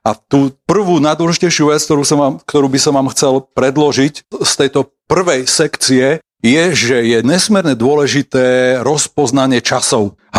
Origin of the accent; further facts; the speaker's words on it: Liptovský Hrádok, Žilina Region, Slovakia; moved away as an adult; now in Bratislava, Slovakia; Ja si spomínam pred rokmi, keď som ako študent prišiel do Bratislavy na začiatku statier z Vašca. Keď som z Liptovského hrádku, tam som chodil na gympel